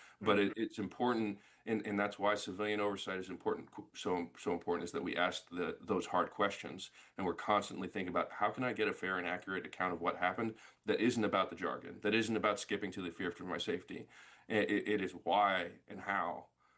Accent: Oakland, California, United States; now in New York, United States; And I grew up in Oakland

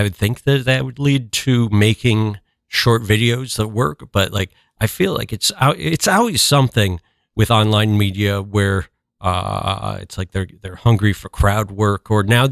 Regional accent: Minneapolis, Minnesota, United States; moved away; I'm from Minneapolis, so things were going on here.

